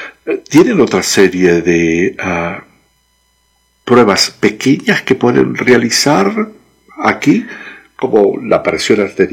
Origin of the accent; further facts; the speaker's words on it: Venezuela; moved away; en mi tierra, en Venezuela.